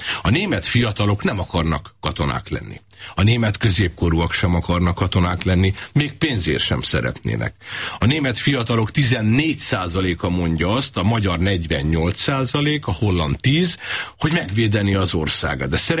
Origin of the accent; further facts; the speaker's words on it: Hungary; Nekünk, mint büszke európaiaknak, büszke magyaroknak